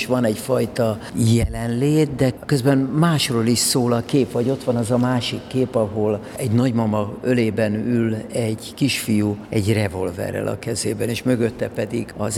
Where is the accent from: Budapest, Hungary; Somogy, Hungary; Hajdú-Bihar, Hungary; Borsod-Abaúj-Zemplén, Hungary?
Budapest, Hungary; egy budapesti őslakos értelmiségi családból származom